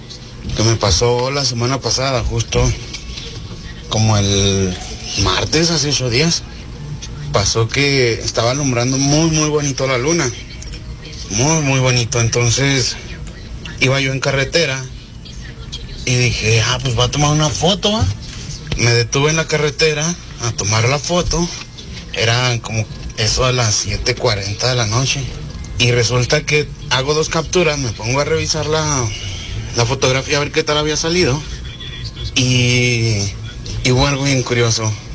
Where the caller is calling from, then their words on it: Zacatecas, Mexico; soy de Zacatecas.